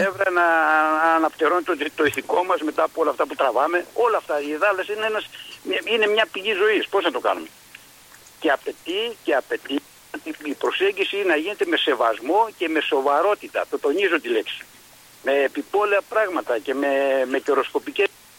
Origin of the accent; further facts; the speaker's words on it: Greece; εμείς σαν Έλληνες